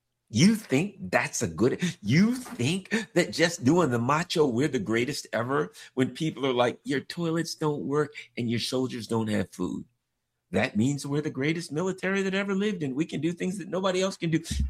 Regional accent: United States; As an American citizen

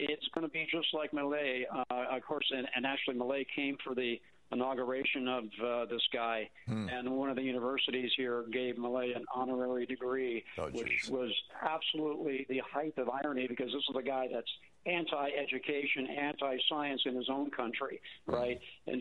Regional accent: California, United States; I grew up in California, so I'm really familiar with earthquakes.

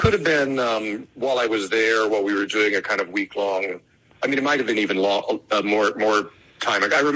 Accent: Whittier, California, United States; moved away; the house I grew up in Whittier, California

